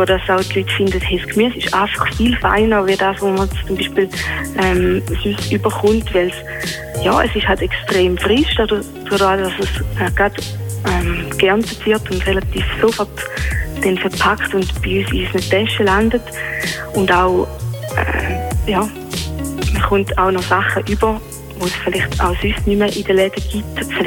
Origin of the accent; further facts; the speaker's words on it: Stein, Switzerland; ich bin auf dem Land aufgewachsen, mit Stein oben, ihr kennt ja vielleicht das Dorf.